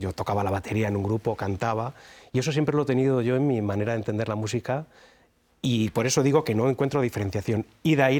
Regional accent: Málaga, Andalusia, Spain; Claro, es que mi infancia se desarrolla en Málaga. He tenido la suerte de poder criarme en el mar.

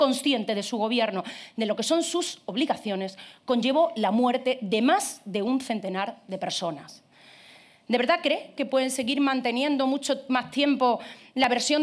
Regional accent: Melilla, Spain; Ceuta, junto con mi tierra, Melilla, es una ciudad ejemplo de convivencia. Una tierra donde cristianos, musulmanes, judíos e hindúes llevamos generaciones compartiendo calles, colegios, espacios públicos, comercio y vida cotidiana.

